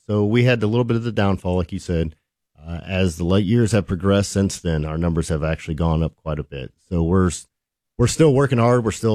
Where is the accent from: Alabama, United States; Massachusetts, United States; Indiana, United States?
Indiana, United States; Fort Wayne; So I'm from Fort Wayne, Indiana, is where I grew up and born and raised.